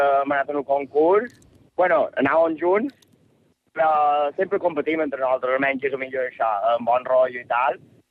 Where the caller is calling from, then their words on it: Campanet, Balearic Islands, Spain; Aquí venim de Campanet